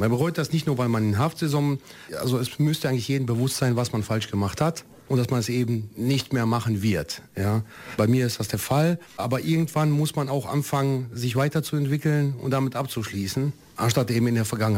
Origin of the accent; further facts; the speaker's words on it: Düsseldorf, North Rhine-Westphalia, Germany; also born or lived in Mostar, Bosnia and Herzegovina; Ich bin 46 Jahre alt, geboren in Mostar in Bosnien-Herzegowina, bin aber kroatischer Staatsbürger, aber bin eben seit 1986 in Deutschland, also aufgewachsen, groß geworden in Düsseldorf.